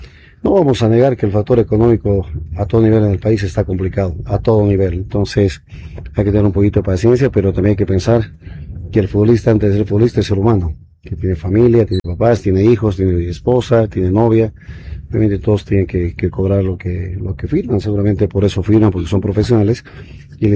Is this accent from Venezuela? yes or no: no; Cochabamba, Bolivia; mis padres que viven acá, mi familia, está cerca de mi tierra, Cochabamba